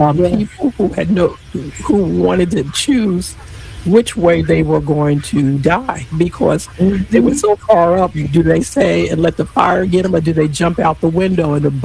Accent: New York, United States; As a New Yorker

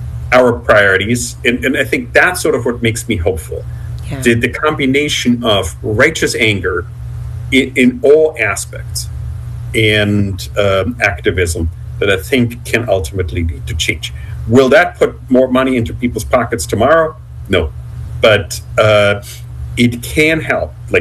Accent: United States; we're American

